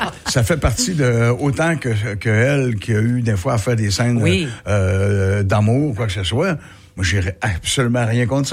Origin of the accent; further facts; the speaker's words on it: Lévis, Quebec, Canada; quand j'avais 7 ans à Lévis, parce que moi, je suis natif de Lévis